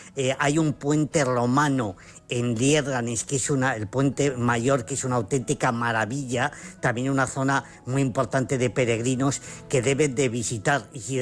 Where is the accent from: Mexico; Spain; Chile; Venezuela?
Spain; Zamora, Castile and León; como soy de Zamora y soy muy chulo